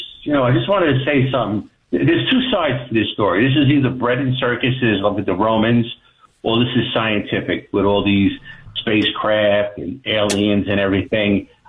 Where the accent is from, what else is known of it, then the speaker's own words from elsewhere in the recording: Northeast, United States; Well, we come from the Northeast, and the summertime is not comfortable.